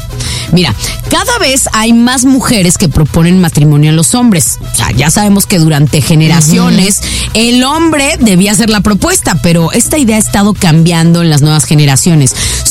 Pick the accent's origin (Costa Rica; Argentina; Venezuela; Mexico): Mexico; no sé si es porque soy mexicana, soy de Mocholajara